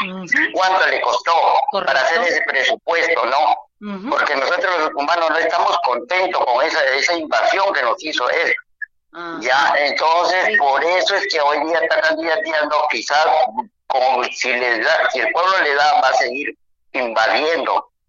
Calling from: Peru; De aquí, del centro de Cumbeco.

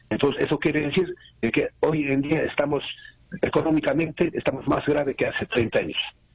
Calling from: Juliaca, Puno, Peru; De la ciudad de Juliaca.

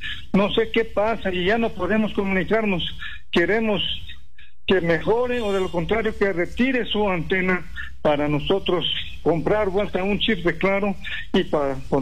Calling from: Tumbadén district, San Pablo province, Cajamarca, Peru; También de acá, un caserío antiguo, La Ruda, distrito de Tumbarén, provincia de San Pablo.

